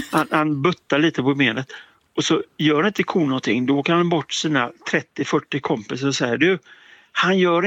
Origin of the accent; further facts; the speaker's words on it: Gothenburg, Västra Götaland County, Sweden; now in Hammarö, Sweden; jag bor på Hammarö men jag är göteborgare.